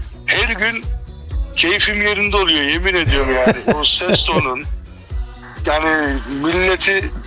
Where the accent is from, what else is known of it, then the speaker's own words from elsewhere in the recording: Belgium; Doğma büyüme Belçika.